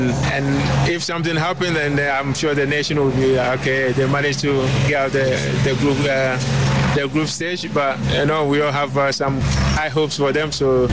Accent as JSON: {"language": "English", "country": "Ghana", "said": "And of course, you know, as a Ghanaian, as a nation, they're expecting the boys to, you know, to do well."}